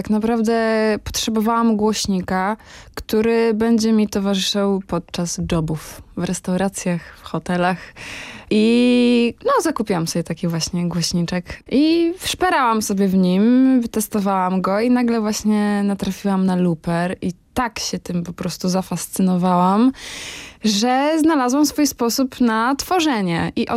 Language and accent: Polish; Międzyleś, Lublin Voivodeship, Poland; Ja jestem z Lubelszczyzny, z takiej małej miejscowości Międzyleś, położonej nad Bugiem.